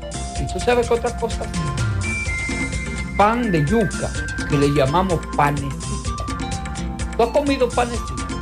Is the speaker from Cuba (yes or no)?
no; Juan López, Espaillat, Dominican Republic; la zona donde tú vives, donde yo nací, Juan López